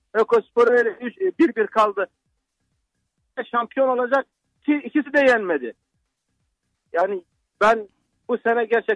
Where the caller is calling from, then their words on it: Şanlıurfa, Turkey; Şanlıurfa'dan arıyorum